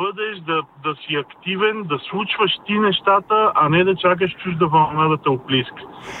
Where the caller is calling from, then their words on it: Sofia, Sofia City, Bulgaria; от София.